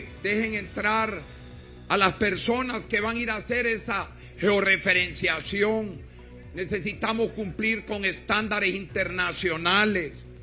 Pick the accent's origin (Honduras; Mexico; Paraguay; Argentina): Honduras; Aquí todos somos hondureños